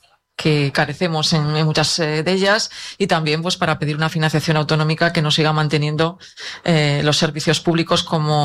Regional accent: Cantabria, Spain; los que somos del interior de Cantabria, este día de Cabezón, pues le conocemos desde que somos niños. Entonces, bueno, pues yo aquí venía con mis padres cuando era pequeña

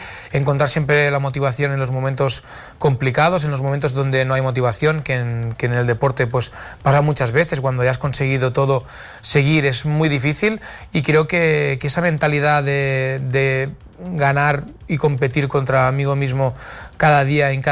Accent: Piera, Catalonia, Spain; lo que hicimos junto a Repsol en Piera, en mi pueblo

